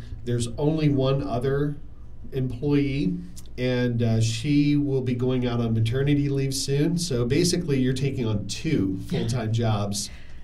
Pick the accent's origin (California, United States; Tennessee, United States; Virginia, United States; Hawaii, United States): Virginia, United States; Lynchburg; moved away as an adult; now in Roanoke, United States; I'm from Lynchburg, where the Old City Cemetery is. So I was at home. I was in my hometown where I grew up and lived my whole life either in Lynchburg or somewhere, you know, in close vicinity to it.